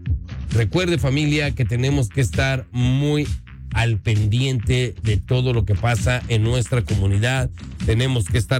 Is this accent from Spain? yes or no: no; Mexico; este es un llamado principalmente a todos los que somos mexicanos